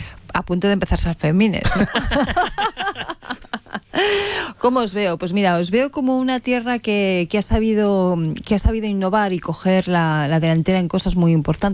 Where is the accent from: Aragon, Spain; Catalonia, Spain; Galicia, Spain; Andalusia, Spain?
Aragon, Spain; Zaragoza; now in Madrid, Spain; aunque yo ahora vivo en Madrid, soy de Zaragoza, por lo tanto estoy prácticamente en casa.